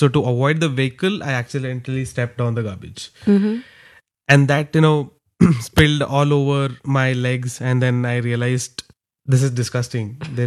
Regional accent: Bangalore, Karnataka, India; And I'm from Jayanagar and Jayanagar is always considered as the beautiful part of Bangalore.

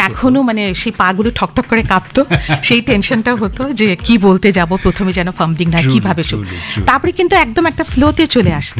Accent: North India, India; first language Hindi; Bangla is a second language; moved away; আমি নর্থ ইন্ডিয়ায় বড় হয়েছি, আমার স্কুলিং সেন্ট্রাল স্কুল, তো আমার হিন্দিটাই ফার্স্ট ল্যাঙ্গুয়েজ।

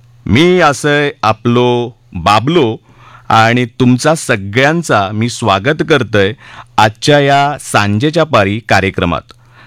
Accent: Konkan, India; स्वर्गापेक्षा निसर्गरम्य असो ह्यो आमचो कोकण, आणि त्याच कोकणातलो मी एक कोकणी माणूस.

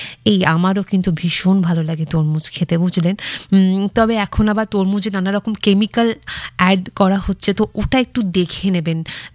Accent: Arambagh, West Bengal, India; moved away as an adult; আমি আরামবাগে থাকতাম, আরামবাগ আমার জন্মস্থান, আরামবাগ গার্লস হাই স্কুলে আমি পড়াশোনা করেছি, কিন্তু উচ্চ মাধ্যমিক দেওয়ার পর আমি আরামবাগ থেকে চলে এসেছি, আমরা থাকতাম গোবরাটি মোড়ের ওখানে।

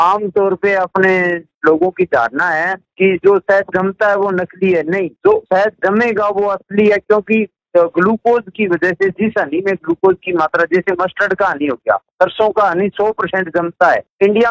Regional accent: Lalgarh Jatan, Rajasthan, India; मैं लालगढ़ जाटान जिला श्री गंगानगर का निवासी हूं

